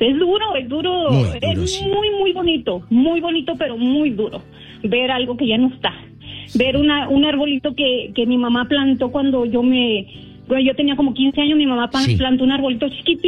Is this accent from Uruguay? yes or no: no; Ciudad Juárez, Chihuahua, Mexico; Mire, yo soy de Ciudad Juárez.